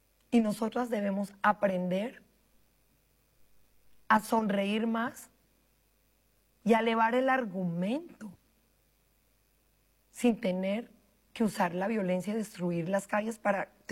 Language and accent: Spanish; Colombia